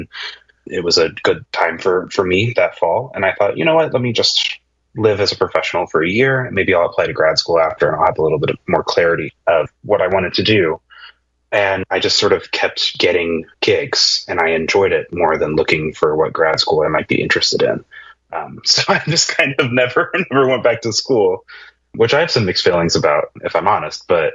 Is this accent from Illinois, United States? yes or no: yes; Chicago, Illinois, United States; born there; also born or lived in Dallas-Fort Worth, Texas; I grew up mostly in the Chicagoland area. While I was in elementary school and just before, I actually lived in the Dallas-Fort Worth area.